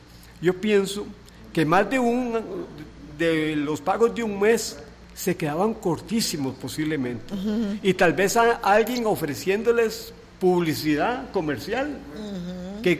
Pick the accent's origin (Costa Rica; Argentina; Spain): Costa Rica; Santo Domingo, Heredia; now in San Francisco de Heredia, Costa Rica; Yo soy oriundo de Santo Domingo, Heredia, y ahora vivimos en San Francisco de Heredia.